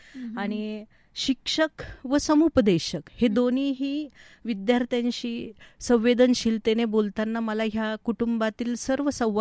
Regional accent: Shrirampur, Maharashtra, India; अहिल्यानगर जिल्ह्यातील श्रीरामपूर तालुका या गावामध्ये माझे बालपण गेले. आता या गावामध्येच माझे प्राथमिक, माध्यमिक, त्यानंतर उच्च माध्यमिक, त्याचबरोबर डिग्री एज्युकेशनपर्यंत मी या श्रीरामपूर शहरातच होते.

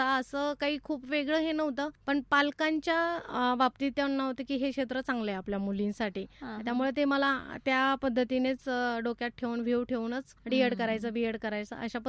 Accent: Pathardi, Maharashtra, India; आता मी पाथर्डी तालुक्यातले, तो भाग खरं तर खूपच दुष्काळी, म्हणजे पाण्याच्या दृष्टीने खूप हालाकीचे दिवस तिथे निघतात.

